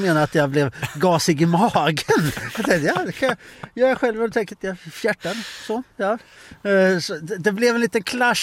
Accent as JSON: {"language": "Swedish", "town": "Reijmyre", "region": "Östergötland", "country": "Sweden", "tie": "born or raised there", "moved": "yes", "said": "när jag växte upp i Reimyre."}